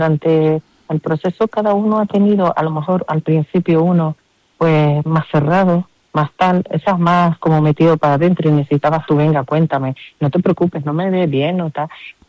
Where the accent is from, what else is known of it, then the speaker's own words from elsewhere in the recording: Canary Islands, Spain; Y yo, como buena canaria, que a veces no gusta llenar el chacán, pues intento meter alguna cosilla más